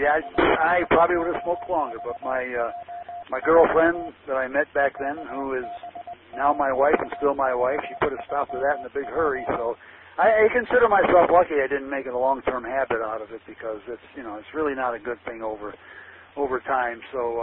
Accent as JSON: {"language": "English", "region": "Ohio", "country": "United States", "tie": "born or raised there", "said": "I grew up in Ohio, and everybody smoked there."}